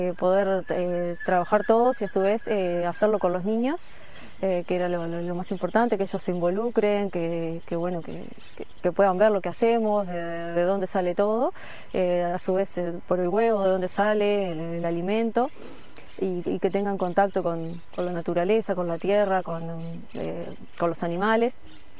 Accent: Sarandí del Yi, Durazno, Uruguay; No, yo soy oriunda de Sarandí del Yi, viví en Durazno también, y bueno, luego que nos casamos con Gonzalo, me vine a vivir acá.

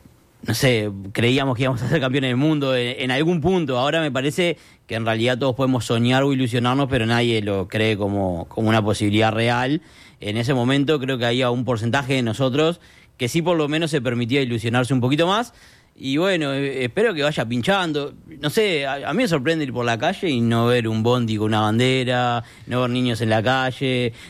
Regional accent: Montevideo, Uruguay; lo más cercano fue los primeros 4 años de mi vida que viví en el Cerro, después ya me mudé a Colón y a otros lados

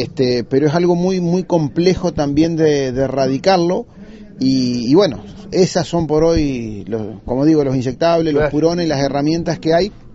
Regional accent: Argentina; nosotros como argentinos

